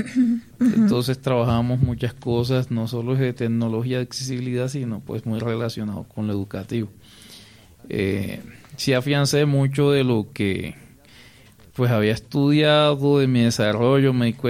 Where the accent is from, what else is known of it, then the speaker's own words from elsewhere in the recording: Arjona, Bolívar, Colombia; pues yo soy de Arjona a Bolívar, yo iba desplazándome de Arjona hacia Cartagena para la universidad